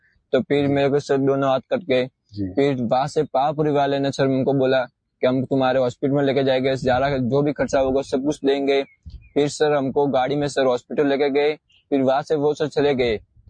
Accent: Sanwara, Rajasthan, India; मैं सर सिरोही जिले से हूँ और सर मेरा गांव है सनवाड़ा, जो कि अपने देवधर तहसील में आया था।

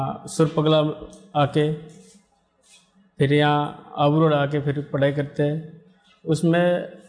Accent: Deri, Rajasthan, India; तहसीलापुर जिला सिरोही। हमारे गांव एक पहाड़ी इलाका में बचा हुआ है

